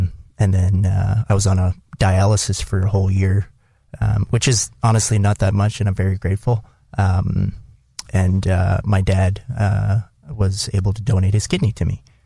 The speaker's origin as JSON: {"language": "English", "town": "Wabasca", "region": "Alberta", "country": "Canada", "tie": "born or raised there", "said": "we're actually back in my hometown of Wabaska on Canada Day."}